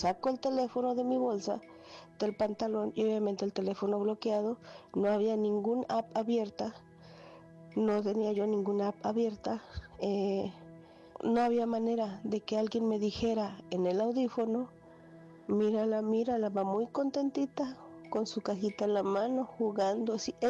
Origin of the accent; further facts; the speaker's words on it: Cuernavaca, Morelos, Mexico; now in Indianapolis, United States; reportándome desde Indianapolis, Indiana. Yo soy de Cuernavaca, pero vivo aquí.